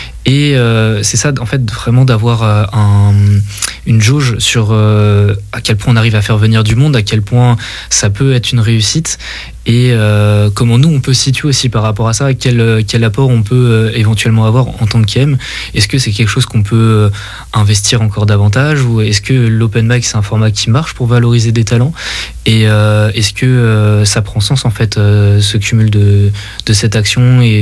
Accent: Dompierre-sur-Yon, Pays de la Loire, France; also born or lived in La Roche-sur-Yon; Alors je suis né à La Roche-sur-Yon mais j'ai grandi à Dompierre.

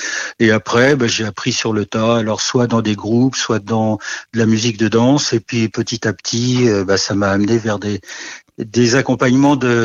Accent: Nouvelle-Aquitaine, France; Moi je suis plutôt du Poitou-Charentes je suis un petit peu au sud, il n'y a pas encore les palmiers par rapport à chez vous

